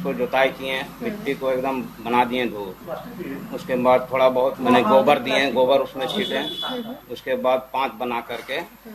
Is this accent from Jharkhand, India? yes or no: yes; Hazaribagh district, Jharkhand, India; गांव आमनारी के।